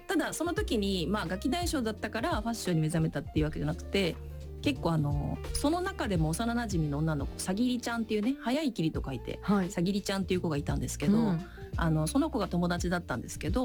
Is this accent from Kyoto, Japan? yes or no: no; Nagasaki, Japan; なんか私長崎出身で、はい、決して都心じゃないんですけど